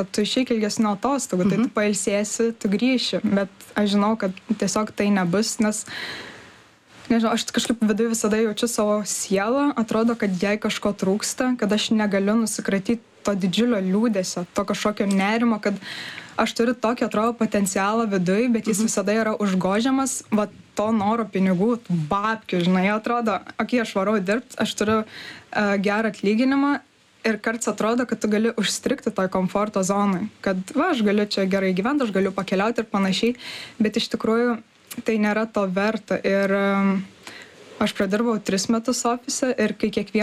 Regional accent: Kaunas, Kaunas County, Lithuania; now in Vilnius, Lithuania; Tai va taip ir buvo, arba tau patinka Vilnius, arba tau patinka Kaunas, tai aš iš Kauno tiesiog norėjau bėgti į savo svajonių miestą

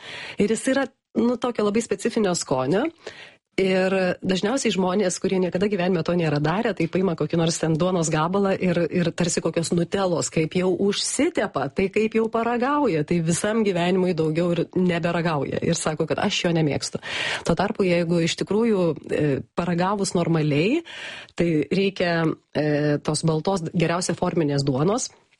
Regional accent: Druskininkai, Alytus County, Lithuania; now in Australia; aš esu iš Druskininkų.

